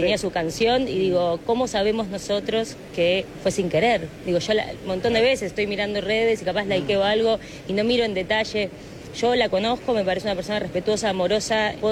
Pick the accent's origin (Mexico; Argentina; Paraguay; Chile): Argentina; ¿Cómo es la historia argentina? Lo sabemos todos los argentinos, justamente